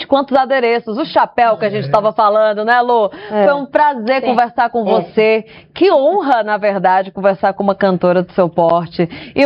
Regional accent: Fortaleza, Ceará, Brazil; born or raised there; now in São Paulo, Brazil

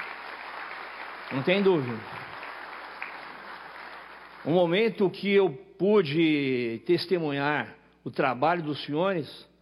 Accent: Mogi das Cruzes, São Paulo, Brazil; eu sou de Mogi

